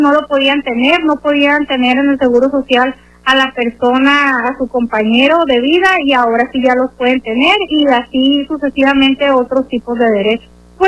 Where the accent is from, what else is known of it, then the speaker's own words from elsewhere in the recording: Mexico; estamos exigiendo los derechos que ya hay para todos, como personas, como humanos, como ciudadanos y como mexicanos.